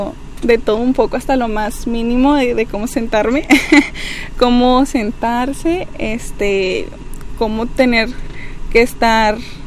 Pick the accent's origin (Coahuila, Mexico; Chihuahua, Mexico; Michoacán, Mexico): Coahuila, Mexico; Villa de las Esperanzas; soy originaria de Villa de las Esperanzas